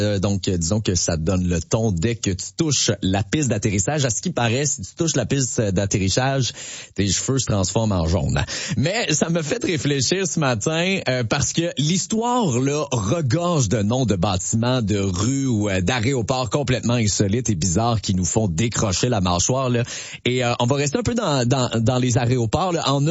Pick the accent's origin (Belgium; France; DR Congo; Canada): Canada; Quebec; Chez nous, au Québec, on a un talent fou pour baptiser nos coins de pays.